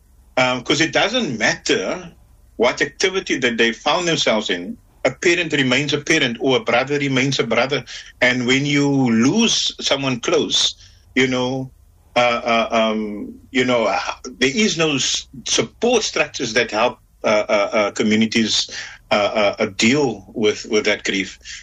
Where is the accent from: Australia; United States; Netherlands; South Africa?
South Africa; Cape Town, Western Cape; I'm someone that is born, not born in Menenberg. I'm born on the Cape Flats, but we moved to Menenberg when I was four. So I grew up in this community.